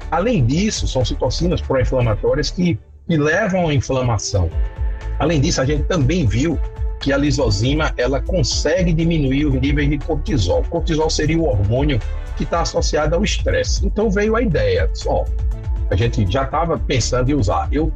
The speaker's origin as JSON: {"language": "Portuguese", "region": "Northeast Region", "country": "Brazil", "said": "Eu sou do Nordeste"}